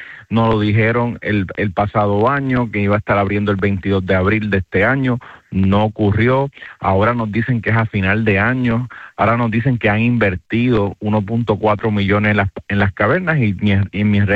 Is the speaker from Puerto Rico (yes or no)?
yes; Camuy, Puerto Rico; por supuesto de mi pueblo de Camuy.